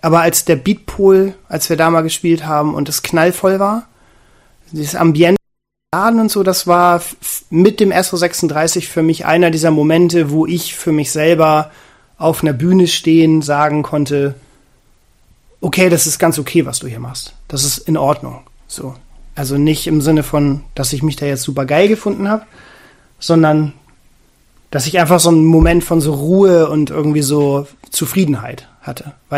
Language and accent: German; Northern Germany, Germany; Wir sind aus Norddeutschland.